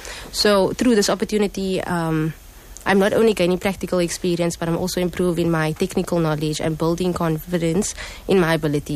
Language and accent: English; Cape Town, Western Cape, South Africa; I am from Matroosfontein, which is also based in Elsies River.